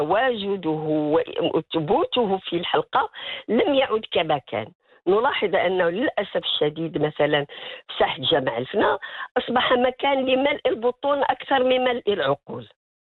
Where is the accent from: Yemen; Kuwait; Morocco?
Morocco; وهذا ما يميزنا نحن كمغاربة على باقي دول العالم.